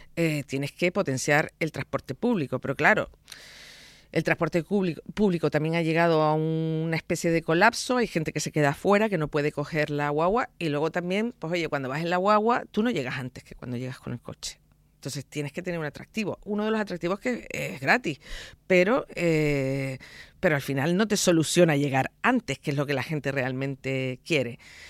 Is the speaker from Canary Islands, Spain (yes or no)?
yes; Tenerife, Canary Islands, Spain; los que somos de Canarias, los que somos de Tenerife, el Parque Nacional del Teide forma parte de nuestra identidad.